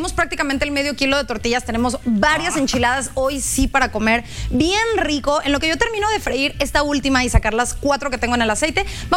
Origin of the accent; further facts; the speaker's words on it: Mexico City, Mexico; now in Aguascalientes, Mexico; En mi pueblo, que es tu pueblo.